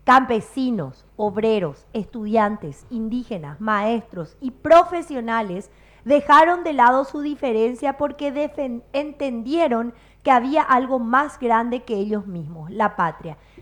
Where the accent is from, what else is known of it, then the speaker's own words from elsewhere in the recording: Paraguay; Y somos todos paraguayos.